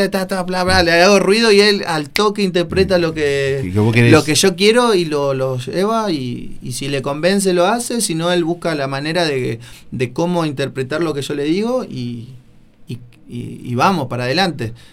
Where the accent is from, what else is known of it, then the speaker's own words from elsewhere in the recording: Argentina; desde la raíz, desde lo que somos como pueblo argentino, que lo marca el folclore.